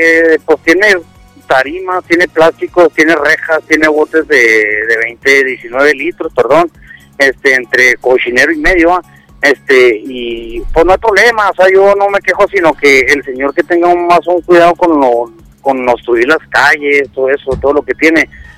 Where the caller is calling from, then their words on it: Mexico; aquí yo vivo en Granja del Valle